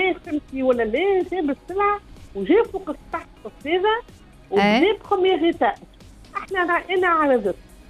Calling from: Tunis, Tunis Governorate, Tunisia; أنا من تونس العصر.

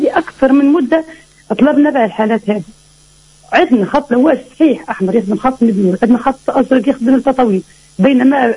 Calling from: Medenine, Tunisia; اني مواطنه في الوقت الحادث فيه موجوده في زيدة اما في وقت انا نقول وقت القرايه معناها متسكنه المدنيه

